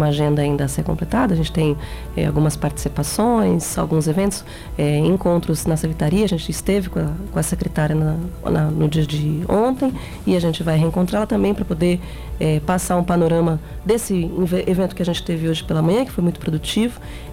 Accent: São Paulo, Brazil; accent: paulista; Eu sou paulista.

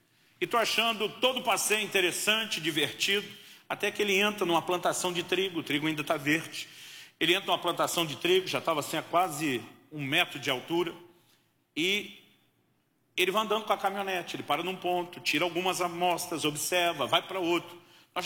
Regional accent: Campinas, São Paulo, Brazil; moved away as an adult; also born or lived in Santo André / São Bernardo do Campo / Paraná; completei 20 anos de idade, eu me mudei do estado de São Paulo, né, onde eu cresci, nasci na cidade de Santo André, morei em São Bernardo, ali no grande ABC, mas me criei em Campinas, já um pouco para o interior, mas é a segunda cidade do estado. E eu saí da selva de pedra onde me criei, para ir para o interior do Paraná.

